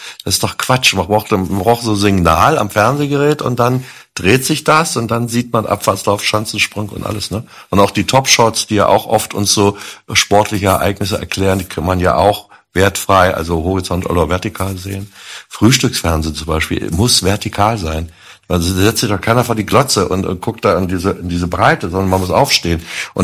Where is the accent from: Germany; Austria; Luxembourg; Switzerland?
Germany; Berlin; als Berliner